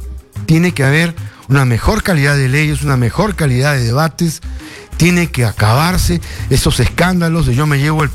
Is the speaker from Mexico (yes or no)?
no; Peru; Porque así somos los peruanos